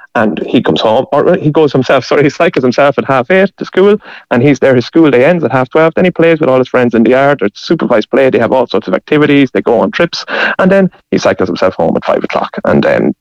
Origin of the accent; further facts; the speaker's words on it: Ireland; moved away as an adult; now in Finland; I'm Irish. My wife is Finnish. We met in Ireland. We had our first kid in Ireland, and we were in childcare in Ireland for a little while, for about 6 months before we moved over here.